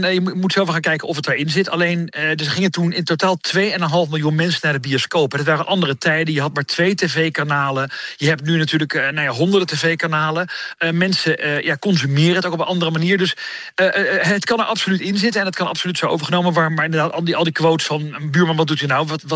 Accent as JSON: {"language": "Dutch", "country": "Netherlands"}